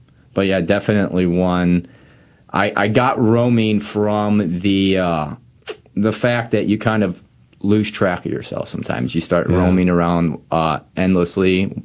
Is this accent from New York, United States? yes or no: no; Ferguson, Missouri, United States; I'm from Ferguson. My parents are both from really? Ferguson, Missouri. So we grew up at a parish that I still call it.